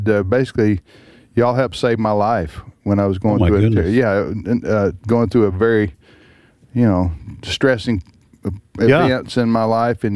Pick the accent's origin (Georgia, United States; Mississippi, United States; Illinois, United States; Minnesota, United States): Mississippi, United States; and I'm from Mississippi. Okay? So I know what driving in the country's like.